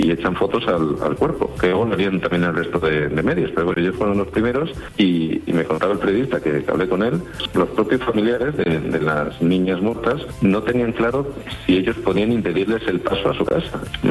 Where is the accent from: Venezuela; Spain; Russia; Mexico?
Spain; Extremadura; Soy extremeño, como tía, de la Sierra de Gata